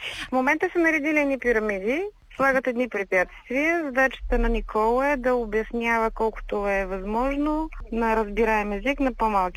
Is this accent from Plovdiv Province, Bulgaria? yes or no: yes; Plovdiv, Plovdiv Province, Bulgaria